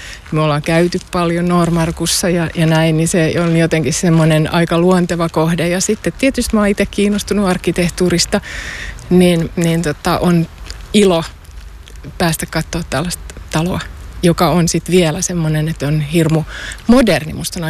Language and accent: Finnish; Eura, Satakunta, Finland; now in Helsinki, Finland; mähän olen syntynyt ja kasvanut Eurassa